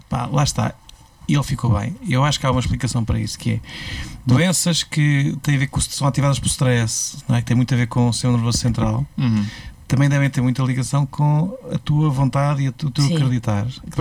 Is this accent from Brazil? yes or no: no; Cadaval, Lisbon, Portugal; born or raised there